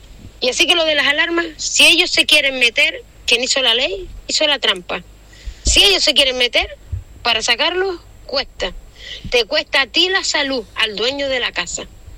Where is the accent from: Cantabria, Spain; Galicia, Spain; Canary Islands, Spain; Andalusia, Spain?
Canary Islands, Spain; Valsequillo; Soy de Valsequillo y tengo mi alarma puesta.